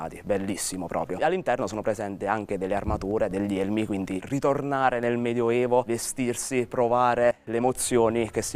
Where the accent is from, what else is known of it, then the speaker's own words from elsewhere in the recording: Roccascalegna, Abruzzo, Italy; Rocca Scaregna, oltre ad essere il mio paese, luogo dove mi piace vivere, dove ho la maggior parte degli amici, degli interessi